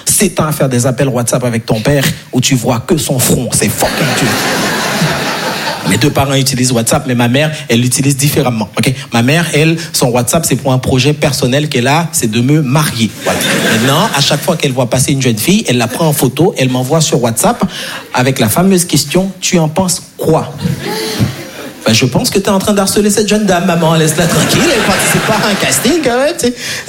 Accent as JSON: {"language": "French", "country": "Haiti", "tie": "born or raised there", "moved": "yes", "said": "Je vais pas vous mentir parce que je suis né et grandi en Haïti. Et en Haïti, on n'a pas les 4 saisons."}